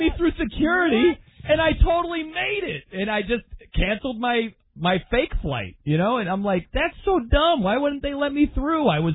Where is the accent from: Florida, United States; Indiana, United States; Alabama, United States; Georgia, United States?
Indiana, United States; I'm from Indiana, and I was working in New York at the time.